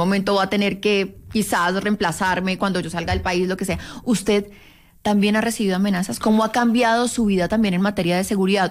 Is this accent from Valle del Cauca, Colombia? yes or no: no; Antioquia, Colombia; porque además yo soy paisa.